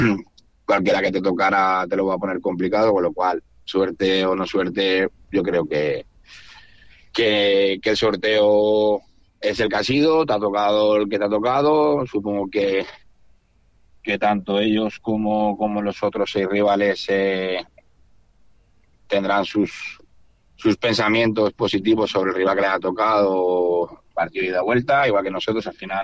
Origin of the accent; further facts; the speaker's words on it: Valencia, Valencian Community, Spain; moved away as an adult; yo soy de Valencia pesar que llevo aquí ya 15 años viviendo en esta zona, soy de Valencia